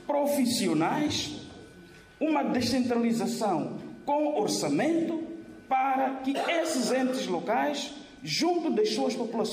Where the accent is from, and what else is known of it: Mozambique